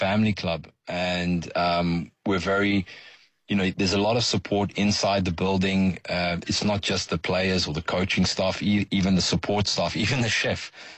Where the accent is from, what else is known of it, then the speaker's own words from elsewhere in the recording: South Africa; moved away as an adult; I grew up in South Africa.